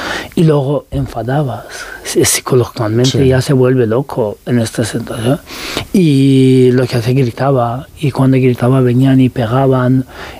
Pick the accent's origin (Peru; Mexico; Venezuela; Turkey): Turkey; now in Spain; Da igual que seas también turco, porque digo, soy turco y podía pasar más fácil que los otros muchos, pero de igual forma molestaban mucho y querían deportarme a Irán.